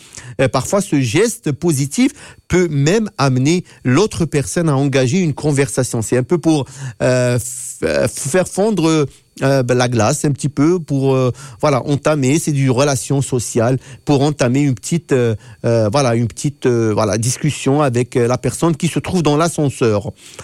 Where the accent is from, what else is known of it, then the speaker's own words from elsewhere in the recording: Algeria; Même chez nous, en Afrique du Nord, on a pris cette habitude des Français. Je pense, en Algérie, on fait toujours la bise également